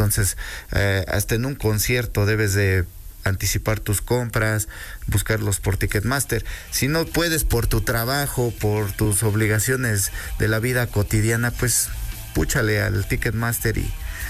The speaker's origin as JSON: {"language": "Spanish", "country": "Mexico", "said": "como buenos mexicanos, todo lo queremos hacer a la hora, ¿no? La verdad, me incluyo."}